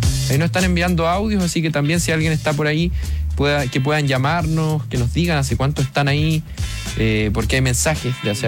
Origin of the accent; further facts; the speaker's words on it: Maipú, Santiago Metropolitan Region, Chile; Saludos, Bio Bio … de Maipú, aquí iniciando mi turno junto al Trasnoche.